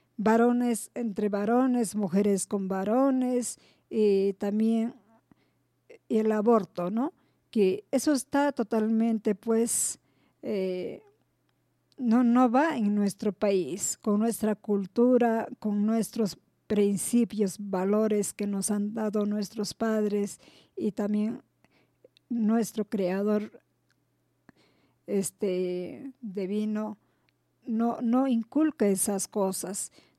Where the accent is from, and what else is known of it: Peru